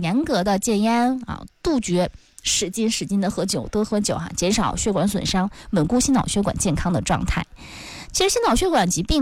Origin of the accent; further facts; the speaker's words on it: Northeast China, China; 像我们东北人呢是比较爱吃炖白菜呀、炖酸菜的